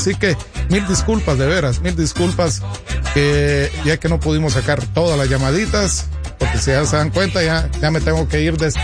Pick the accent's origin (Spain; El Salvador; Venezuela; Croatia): El Salvador; Sabana Grande; also born or lived in San Esteban; cualquier sábado les hablo. Soy de Sabana Grande, ahí está, oye, me aclaró, de Sabana Grande, pero cuando me casé me fui a San Esteban.